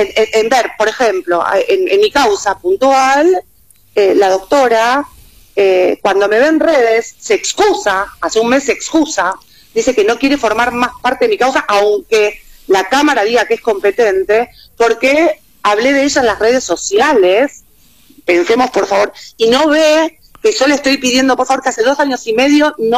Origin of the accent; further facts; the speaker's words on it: Argentina